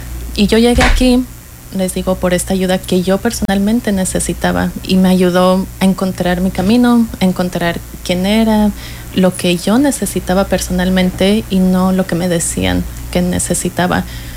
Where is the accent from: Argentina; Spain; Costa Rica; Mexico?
Mexico; yo soy mexicana árabe